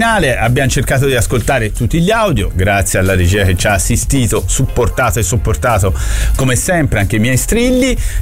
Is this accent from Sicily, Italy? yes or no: no; Florence, Tuscany, Italy; se vuoi abbozzare di festeggiare, noi festeggiamo perché siamo della Fiorentina, siamo fiorentini per la Fiorentina